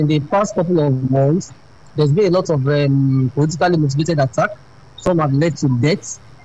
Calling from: Lagos, Nigeria; I'm in Lagos. I'm around Yanofaja presently.

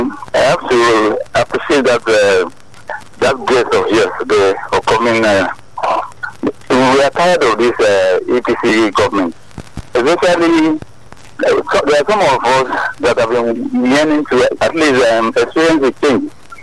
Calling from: Lagos, Nigeria; I'm calling from Adimosha.

